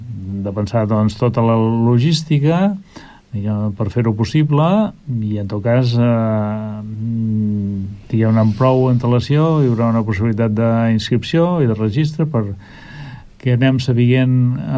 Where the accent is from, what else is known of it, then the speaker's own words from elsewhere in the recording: Catalonia, Spain; aquesta essència que som de catalans